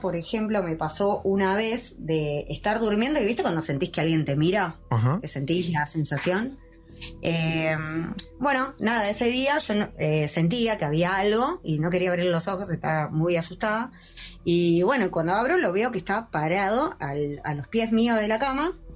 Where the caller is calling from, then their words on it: San Fernando, Buenos Aires Province, Argentina; De San Fernando.